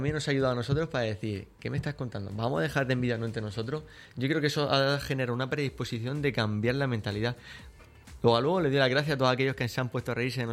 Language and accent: Spanish; Region of Murcia, Spain; Los murcianos somos tan talentosos.